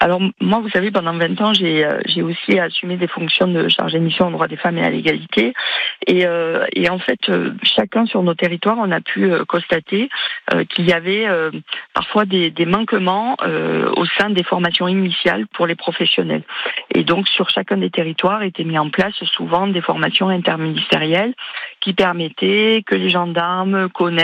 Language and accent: French; Occitanie, France; y compris chez moi en Lozère